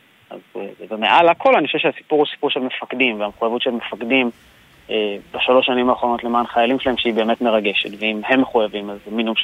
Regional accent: Sderot, Southern District, Israel; בגלל המקום שאני בא ממנו, זאת אומרת, קודם כל אני סדרות, אני גר בסדרות.

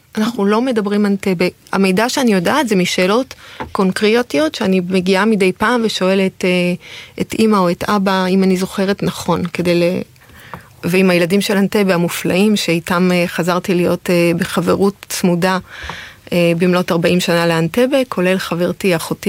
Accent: France; המשפחה שלי באותה תקופה התגוררה בצרפת. אני נולדתי בצרפת, אבא נולד בצרפת

